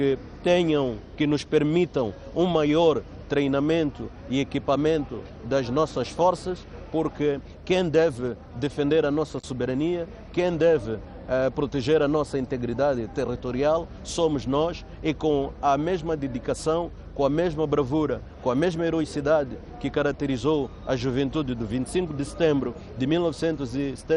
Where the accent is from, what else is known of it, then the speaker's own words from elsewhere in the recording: Mozambique; contrariam os nossos valores enquanto moçambicanos